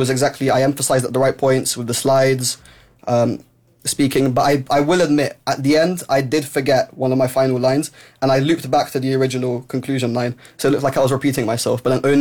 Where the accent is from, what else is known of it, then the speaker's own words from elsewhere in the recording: Luton, East of England, United Kingdom; I'm from Luton.